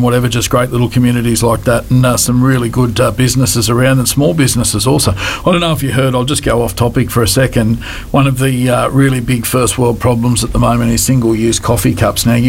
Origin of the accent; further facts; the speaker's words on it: Wee Waa, New South Wales, Australia; moved away; I come from Wee Waa originally. I just got electricity out there last month